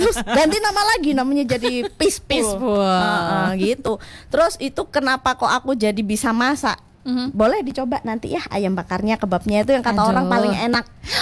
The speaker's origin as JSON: {"language": "Indonesian", "region": "Java", "country": "Indonesia", "said": "Jadi karena aku juga wong Jawa ya."}